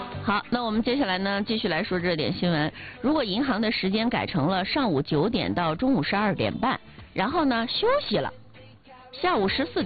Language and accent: Chinese; Northeast China, China; 咱们东北人